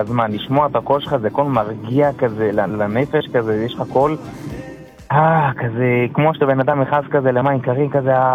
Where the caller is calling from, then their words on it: Beit Shemesh, Jerusalem District, Israel; אני גר בבית שמש, מהחדשה, בדלית.